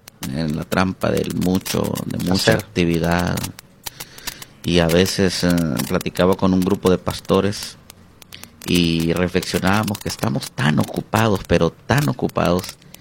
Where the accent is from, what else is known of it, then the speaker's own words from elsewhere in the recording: Tegucigalpa, Francisco Morazán, Honduras; born there; Honduras, nací en Tegucigalpa.